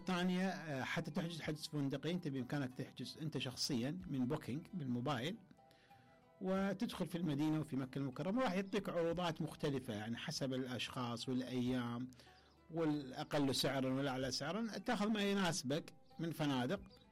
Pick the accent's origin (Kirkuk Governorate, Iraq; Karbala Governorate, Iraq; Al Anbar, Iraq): Kirkuk Governorate, Iraq; Kirkuk; احنا من كركوك طريقنا راح يكون عن طريق الرمادي سامره وفلوج وهذه المناطق للنخيل